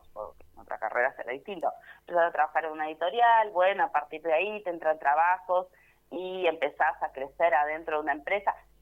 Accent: El Calafate, Santa Cruz, Argentina; born or raised there

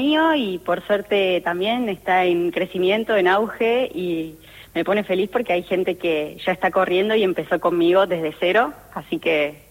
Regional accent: Ushuaia, Tierra del Fuego, Argentina; Después hice esquí alpino porque nací y viví muchos años en Ushuaia.

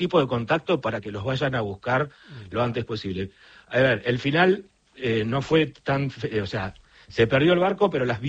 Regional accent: Argentina; also born or lived in Uruguay; Bueno, mi licencia es de cuando yo soy argentino, de cuando yo vivía en Uruguay.

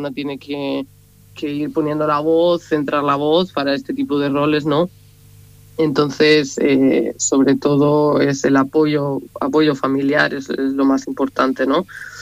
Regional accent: Spain; soy española

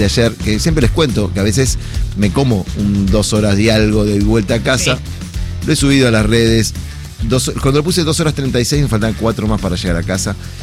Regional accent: Argentina; y como somos argentinos le dijimos no

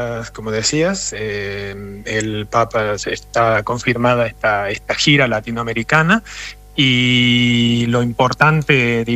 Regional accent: Córdoba, Argentina; now in Italy; Soy cordobés, y no sé si se siente la tona.

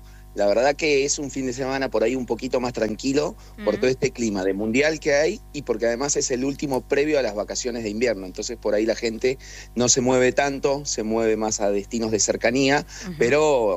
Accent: Bariloche, Río Negro, Argentina; born there; yo soy nacido en Bariloche

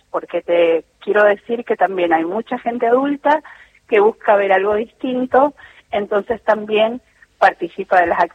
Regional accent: Mendoza, Argentina; Acá somos muy mendocinos, nos juntamos mucho en las casas, somos muy familieros.

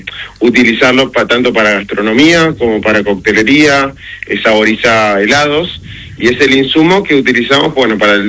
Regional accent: Buenos Aires, Argentina; Soy una persona de Capital Federal.

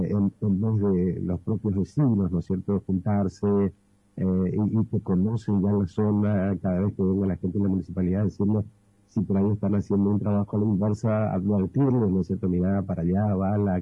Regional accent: Argentina; soy capitalino

